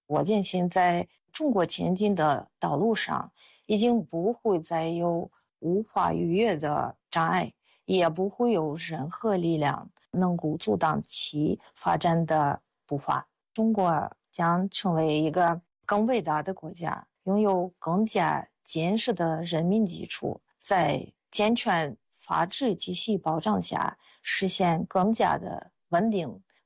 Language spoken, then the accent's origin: Chinese; Russia; Chinese is a second language; now in China; 我是俄罗斯人，我在中国生活了25年，现在在当时研究员做翻译工作。